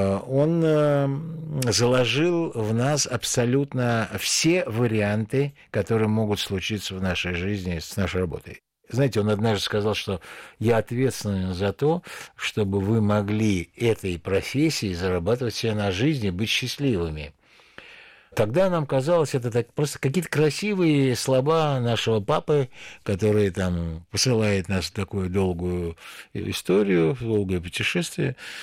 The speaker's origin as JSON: {"language": "Russian", "town": "Baku", "country": "Azerbaijan", "accent": "Baku accent", "moved": "as an adult", "lives_now": "Moscow, Russia", "said": "я ведь из Баку приехал."}